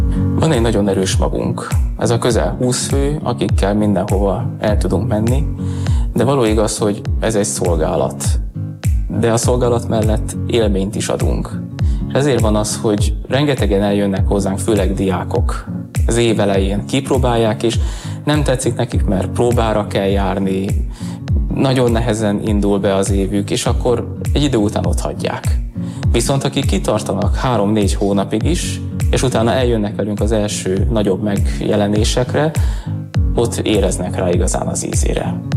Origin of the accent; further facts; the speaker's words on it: Sopron, Győr-Moson-Sopron, Hungary; now in Debrecen, Hungary; Én soproni származású vagyok, vagyis az ország másik végéről érkeztem ide